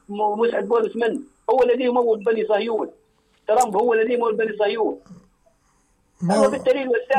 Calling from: Libya; نحن كشعب ليبي

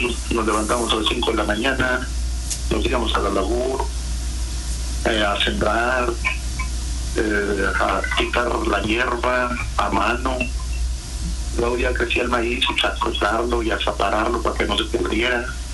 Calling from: Tamaulipas, Mexico; De la Colonia Libertad.

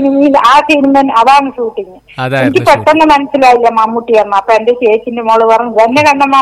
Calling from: Chittur, Kerala, India; ചിറ്റൂരിന്ന്, ആൽമുട്ടിന്ന്

